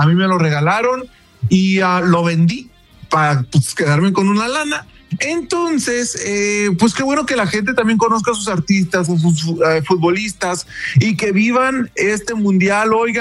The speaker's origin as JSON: {"language": "Spanish", "region": "Jalisco", "country": "Mexico", "said": "especialmente mi tierra Jalisco"}